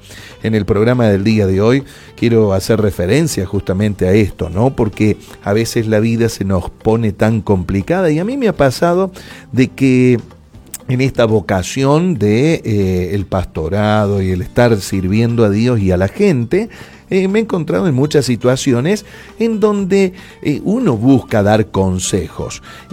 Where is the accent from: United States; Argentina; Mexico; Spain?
Argentina; nosotros como argentinos